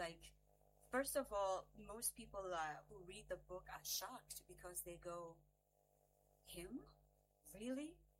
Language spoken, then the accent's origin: English; Accra, Greater Accra, Ghana; But growing up in Accra, there was a young lady that lived opposite our house across the street.